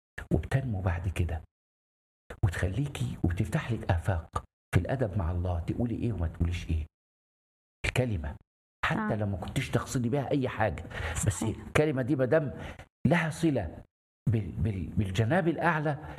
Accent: Tanta, Gharbia, Egypt; احنا من طنطا

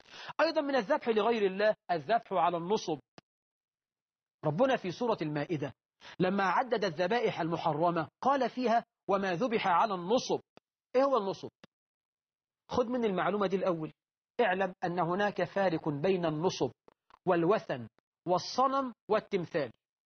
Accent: Egypt; أبو الهول مثلا تمثال عندنا في مصر محدش بيعبده

